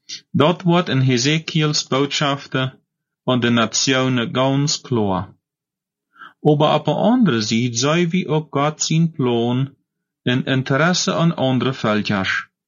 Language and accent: German; Paraguay; moved away; Und wenn ich von dort weiter will, was in meiner Heimat in Paraguay oder in Deutschland für sich gehen wird, dann hier ich einfach die Nachrichten in der deutschen Wahl.